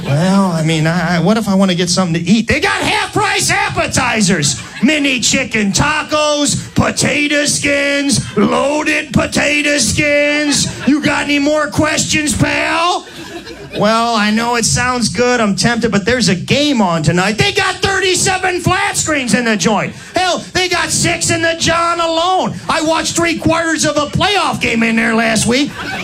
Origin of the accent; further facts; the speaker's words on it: St. Louis, Missouri, United States; Like, I'm from St. Louis, Missouri. The cab drivers there talk to you, whether you want to talk to them or not.